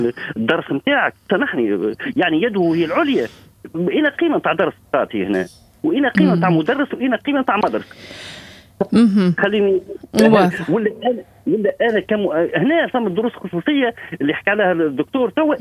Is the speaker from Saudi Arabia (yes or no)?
no; Tunisia; accent: Tunisian; هذه نحكي لك باللهجة التونسية نتاعي.